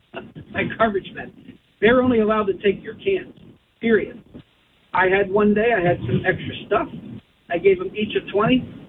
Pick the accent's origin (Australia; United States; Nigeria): United States; New Jersey; now in Pennsylvania, United States; No, I was originally from New Jersey. I live in PA.